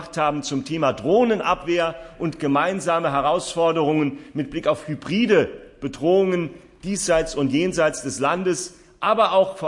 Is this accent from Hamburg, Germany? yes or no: no; Rehlingen-Siersburg, Saarland, Germany; wenn in Waldwies, einer kleinen französischen Ortschaft direkt an der Grenze meiner Heimatgemeinde in Reningen-Siersburg bei Bieringen ein Flächenbrand da ist